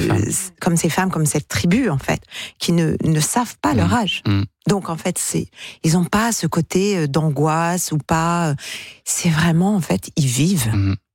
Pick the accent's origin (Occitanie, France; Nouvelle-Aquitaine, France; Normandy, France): Normandy, France; Alors, en tant que Normande, quand même.